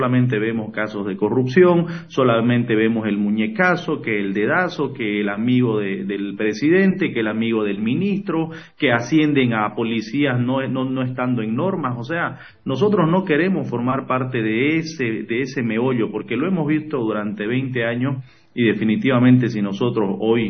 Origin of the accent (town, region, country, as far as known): Santa Cruz, Bolivia